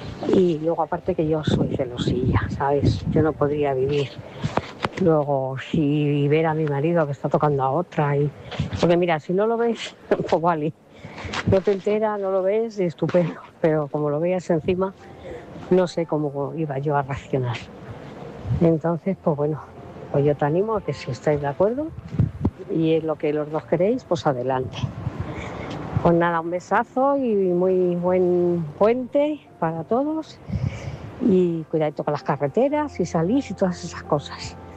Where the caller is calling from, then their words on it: Móstoles, Community of Madrid, Spain; de Móstoles.